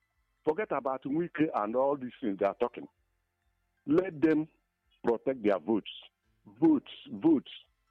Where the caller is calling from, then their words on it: Nigeria; I'm calling from Ubolafo.